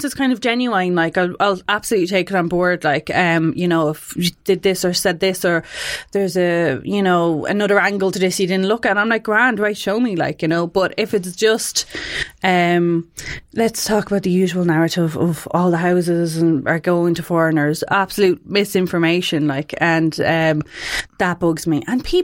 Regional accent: Cork, Munster, Ireland; now in Carlow, Ireland; now I'm a blow-in to Carlow, but I grew up in Cork and the town we were in was kind of like, we were in the tech school

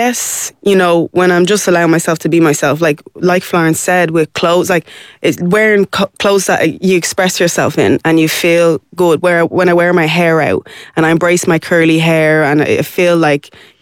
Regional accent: Ireland; because I'm Irish and African.

